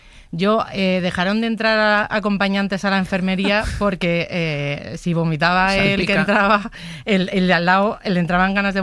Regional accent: Madrid, Community of Madrid, Spain; Y porque soy de Madrid.

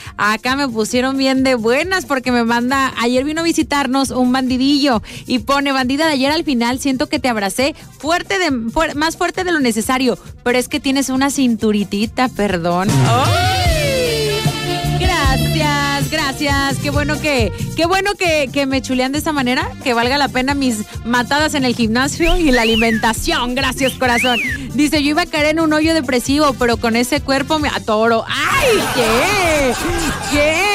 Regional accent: Jalisco, Mexico; Yo también soy de Jalisco.

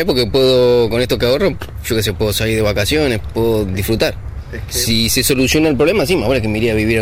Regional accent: Argentina; now in Spain; Pero no sé, creo que si comparo, si estaría en mi país ahora en Argentina, creo que ni un neumático me podría comprar.

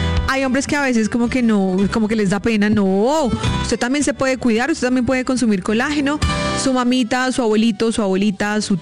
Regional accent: Tunja, Boyacá, Colombia; Desde Tunja, desde mi tierra

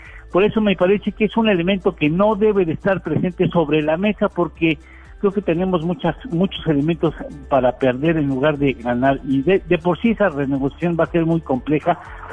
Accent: Mexico

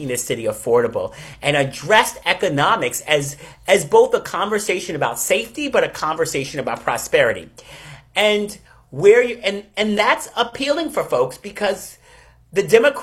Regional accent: New York, United States; And I watch this very clearly as a New Yorker, watching what was happening here in during this election cycle

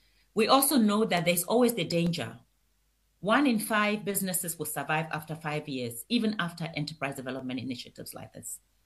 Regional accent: South Africa; as a South African woman in business

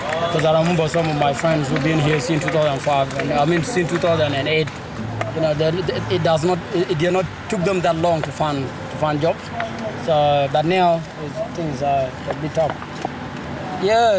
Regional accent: South Sudan; moved away as an adult; I'm from South Sudan. That's where I was born. Yeah, I came to Alex Spring somewhere around February this year, 2013.

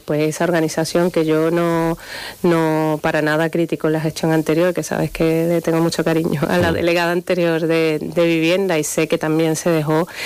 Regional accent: Venezuela; yo soy de origen venezolano y tengo muchos paisanos que comparten pisos 2 y 3 familias.

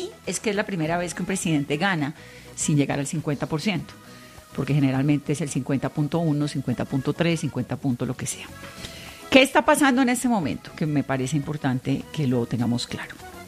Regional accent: Cali, Valle del Cauca, Colombia; Usted sabe el miedo que hay en Cali. Yo soy caleña.

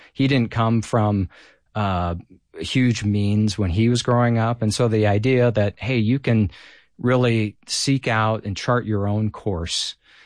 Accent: Billings, Montana, United States; also born or lived in Nebraska; I grew up in Billings, Montana, you know, the metropolis of the Big Sky State.

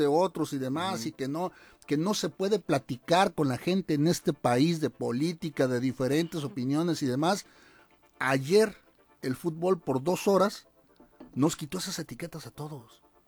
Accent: Mexico; Y no lo va a reconocer la gran cantidad de mexicanos, porque así somos los mexicanos.

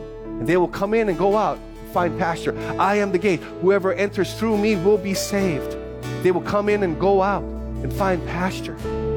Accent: Philippines; I cannot have the blood. I'm Filipino. I can do that. Okay? Saw my Filipino grandmother up there.

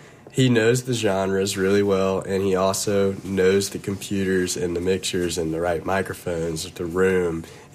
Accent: Birmingham, Alabama, United States; moved away as an adult; now in Nashville, United States; we're from Birmingham

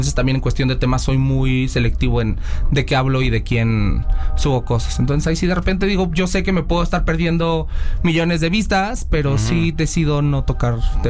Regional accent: San Cristóbal de las Casas, Chiapas, Mexico; Ah, no, yo viví en mi pueblo, Deli, allá en San Cristóbal de las Casas, entonces yo así, comiéndome mi tamal de chipilín, e informándole a la nación, y desde allá pegó.

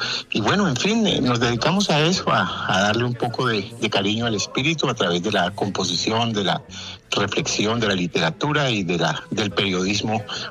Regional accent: Boyacá, Colombia; now in Bogotá, Colombia; Yo sigo con mi departamento en el corazón, palpitando todos los días allí con mi pueblito boyacense

